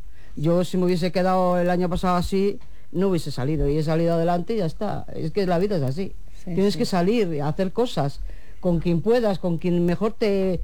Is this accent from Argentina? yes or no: no; Salamanca, Castile and León, Spain; porque yo soy de Salamanca, pero en mi pueblo...